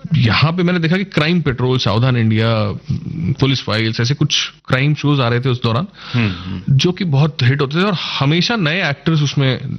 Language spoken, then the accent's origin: Hindi; Maharashtra, India; first language Marathi; Hindi is a second language; मराठी मेरी mother tongue है